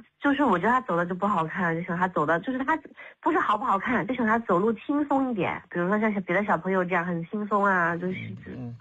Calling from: Wenzhou, Zhejiang, China; 就我们是温州的嘛

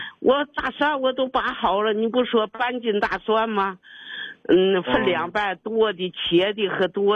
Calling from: Dalian, Liaoning, China; 我是大连晋州的

